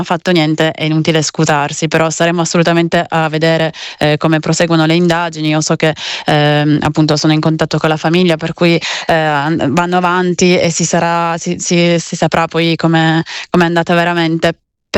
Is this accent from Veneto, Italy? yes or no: no; Cuneo, Piedmont, Italy; Io l'ho fatto subito, perché tra l'altro sono di Cuneo